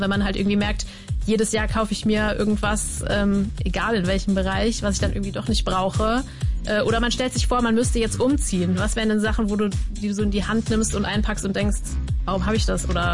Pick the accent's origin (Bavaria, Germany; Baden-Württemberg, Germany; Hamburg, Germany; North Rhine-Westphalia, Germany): Baden-Württemberg, Germany; Freiburg; ich komme aus Freiburg.